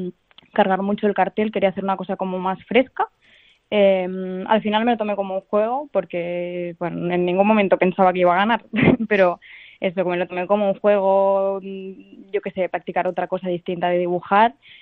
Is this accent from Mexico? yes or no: no; Barcelona, Catalonia, Spain; Además que yo vengo de Barcelona, que es una ciudad súper grande, que es donde estudié, y aquí las cosas van más lentas